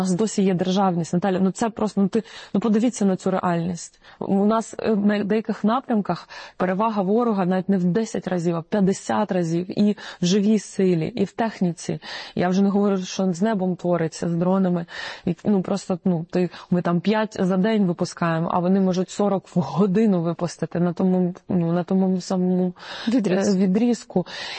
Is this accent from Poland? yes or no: no; Russia; moved away; я з Російщини українка